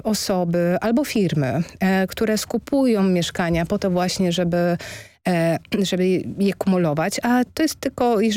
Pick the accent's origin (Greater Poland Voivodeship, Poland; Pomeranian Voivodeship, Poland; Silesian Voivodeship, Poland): Silesian Voivodeship, Poland; Katowice; I ja jestem z Katowic, tam na przykład też jest dodatkowe obciążenie od pustostanu